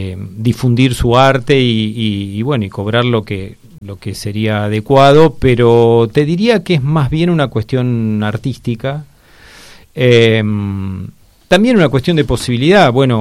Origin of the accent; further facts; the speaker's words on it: Buenos Aires, Argentina; yo viví de chico en Caballito, y bueno, iba al Parque Rivadavia ahí todo el tiempo. Ahora, otra vez, volví al barrio